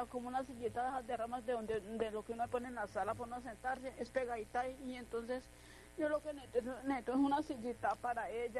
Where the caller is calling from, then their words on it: Obando, Valle del Cauca, Colombia; Sí, soy de Obando, aquí el barrio San Fernando.